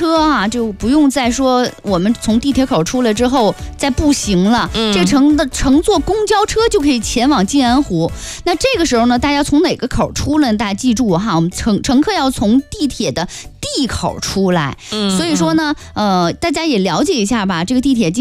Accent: Fuzhou, Fujian, China; born or raised there

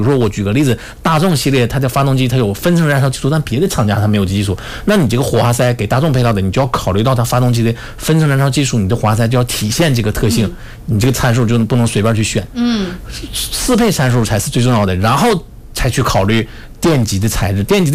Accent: Northeast China, China; accent: Northeastern Mandarin; now in Fuzhou, China; 用我们东北话叫肉比较梗，

